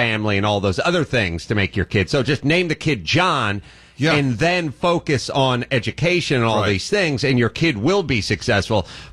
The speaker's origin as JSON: {"language": "English", "town": "Los Angeles", "region": "California", "country": "United States", "said": "I'm from North Hollywood."}